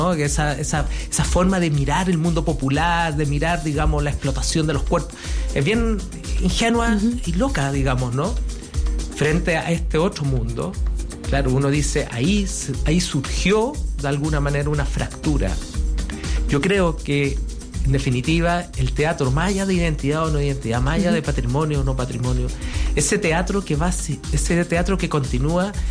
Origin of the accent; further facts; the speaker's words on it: Chile; nosotros como chilenos